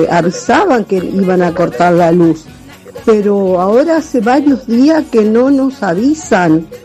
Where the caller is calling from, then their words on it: Santa Fe, Argentina; Yo soy de Barranquitas